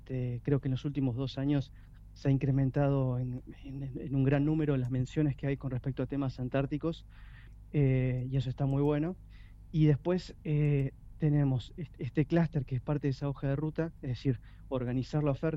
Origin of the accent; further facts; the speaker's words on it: Ushuaia, Tierra del Fuego, Argentina; yo nací acá en Ushuaia, justo en medio de la guerra de Malvinas, el 16 de abril de 1982